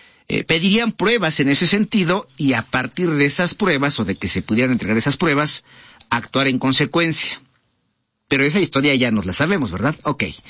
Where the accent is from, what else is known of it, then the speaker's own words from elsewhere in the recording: Mexico; born there; No, yo no nací en los Estados Unidos. Producto nacional